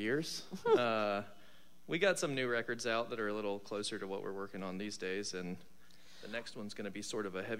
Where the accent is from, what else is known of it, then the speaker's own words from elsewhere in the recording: Georgia, United States; I grew up in Georgia